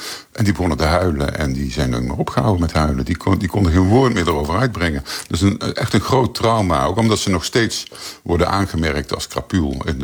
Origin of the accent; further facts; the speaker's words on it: Maastricht, Limburg, Netherlands; born there; Ik kom uit Maastricht en ik ging in die buurt stappen als puber.